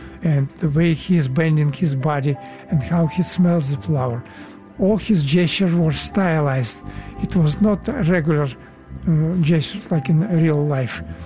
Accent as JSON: {"language": "English", "region": "Siberia", "country": "Russia", "tie": "born or raised there", "second_language": "English", "said": "This is my childhood. Siberia childhood."}